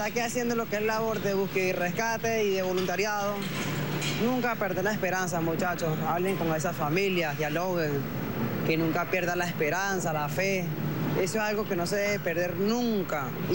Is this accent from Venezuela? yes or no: yes; Venezuela; como todos somos venezolanos, la idea es ayudarnos entre todos